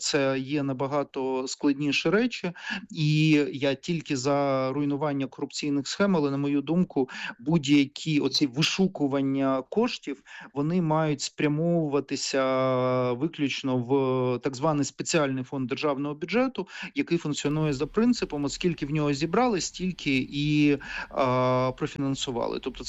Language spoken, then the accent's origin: Ukrainian; Kyiv, Ukraine; там я як киянин це бачу постійно протягом всіх років війни